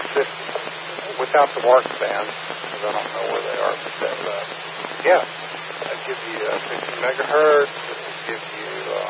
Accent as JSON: {"language": "English", "country": "Ireland", "said": "I am Irish."}